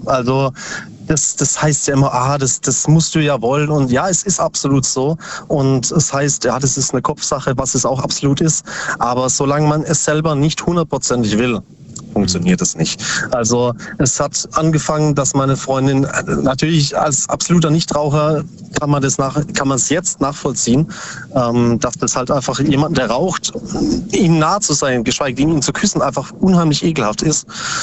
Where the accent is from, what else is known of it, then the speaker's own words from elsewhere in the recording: Bruchsal, Baden-Württemberg, Germany; Aus Substadt Weiher, nee, Bruchsal.